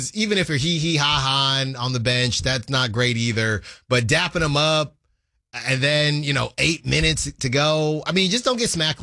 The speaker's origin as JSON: {"language": "English", "town": "Concord", "region": "California", "country": "United States", "said": "You know, I'm from Concord."}